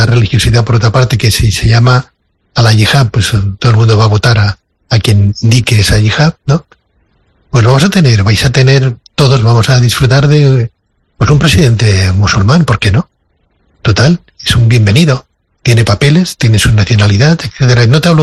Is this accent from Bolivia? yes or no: no; Spain; A nosotros de la nacionalidad no la hemos tenido que ganar, como españoles, nuestros padres, nuestros abuelos, nuestros de aquí de siempre.